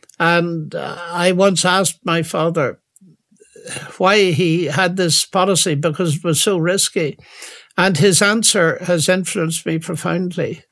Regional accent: Northern Ireland, United Kingdom; born or raised there; moved away

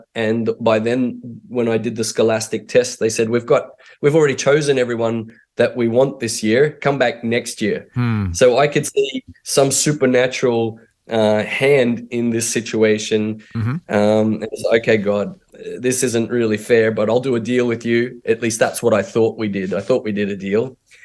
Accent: Hervey Bay, Queensland, Australia; also born or lived in Townsville; And so I was born in Townsville when he was in the army. And then after he got out of the army, we moved to the rural part around Hervey Bay, and that's where I grew up and had all my schooling.

